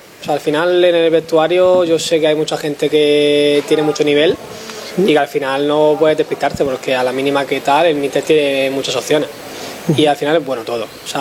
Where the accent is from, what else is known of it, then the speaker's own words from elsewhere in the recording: El Palmar, Region of Murcia, Spain; soy del Palmar.